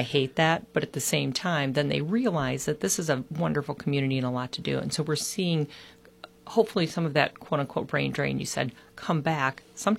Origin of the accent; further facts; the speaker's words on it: Illinois, United States; I'm from Putnam County originally